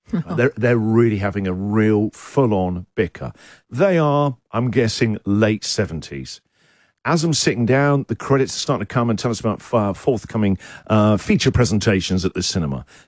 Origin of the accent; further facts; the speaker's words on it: England, United Kingdom; moved away as an adult; now in Australia; I am becoming Australian. I have an Australian passport, but there are certain characteristics and behaviour. You can't deny your DNA and where you were raised. I am an Englishman